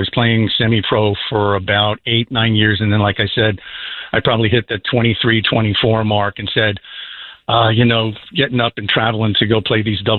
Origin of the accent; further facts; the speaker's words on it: Pleasantville, New York, United States; moved away as an adult; also born or lived in Bronx, New York / Connecticut; I spent 2 years in the Bronx, then moved up to Westchester County to a couple of little suburbs around just north of White Plains called Pleasantville, where I went to high school.